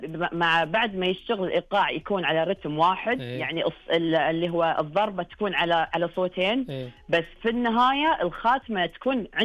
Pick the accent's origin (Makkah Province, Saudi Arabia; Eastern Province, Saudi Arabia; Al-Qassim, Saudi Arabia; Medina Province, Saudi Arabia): Eastern Province, Saudi Arabia; Al-Ahsa; عندنا بالحسة هنا